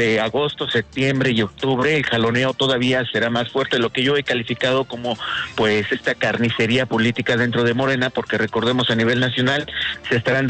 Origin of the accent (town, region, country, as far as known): Puebla, Mexico